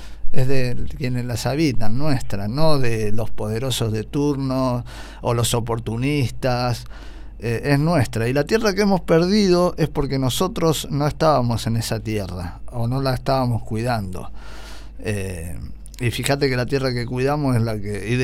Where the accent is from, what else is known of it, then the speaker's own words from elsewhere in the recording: Argentina; Realmente somos únicos los argentinos, ¿no?